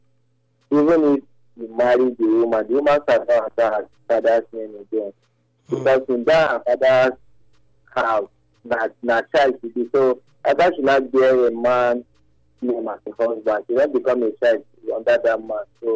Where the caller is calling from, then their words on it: Italy; English is a second language; Calling from Italy.